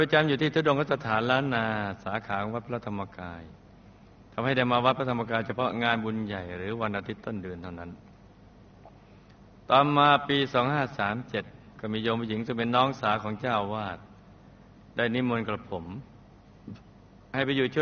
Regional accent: Bangkok, Thailand; born there; แต่กับผมเกิดที่กรุงเทพยอมแม่เล่าฟังว่าตอนคลอดที่หน้ากรมการทหารมาสนามเป้า

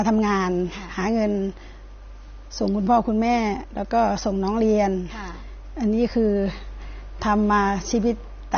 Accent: Nong Han, Udon Thani, Thailand; บ้านเกิดอยู่จังหวัดอุดรธานีค่ะ

